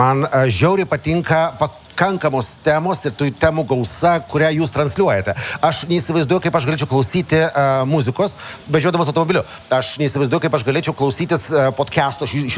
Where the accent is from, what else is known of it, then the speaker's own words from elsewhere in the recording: Vilnius, Vilnius County, Lithuania; aš taip noriu grįžti į savo gimtąjį miestą